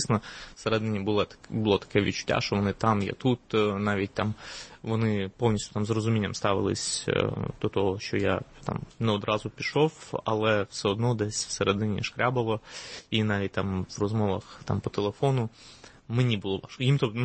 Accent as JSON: {"language": "Ukrainian", "town": "Mykolaiv", "region": "Mykolaiv Oblast", "country": "Ukraine", "said": "Мені 40 років. Я родом з Миколаєва."}